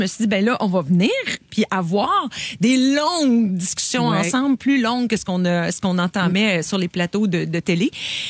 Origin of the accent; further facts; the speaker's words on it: Embrun, Ontario, Canada; moved away; de parler de mon patelin, de parler de mon enfance, oui, ça me touche. Puis surtout de réaliser à quel point ces petits rêves-là de petite fille de Embrun se sont réalisés.